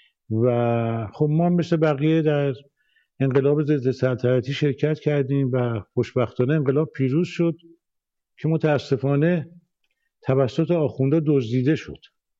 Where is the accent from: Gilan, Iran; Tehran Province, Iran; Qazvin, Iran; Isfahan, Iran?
Tehran Province, Iran; Tehran; born there; من در تهران به دنیا آمدم و در یه خانواده مذهبی و متوسط،